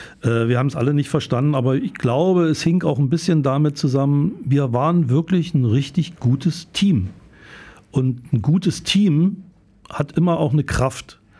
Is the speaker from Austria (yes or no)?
no; East Germany, Germany; Ich ging dann nach Berlin zum SFB praktisch, war da als Ossi erstmal so ein bisschen